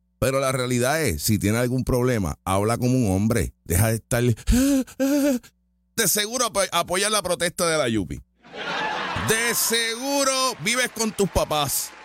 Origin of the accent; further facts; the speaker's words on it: Puerto Rico; Y hoy en día nacimos, claro, ya somos puertorriqueños porque nacimos aquí.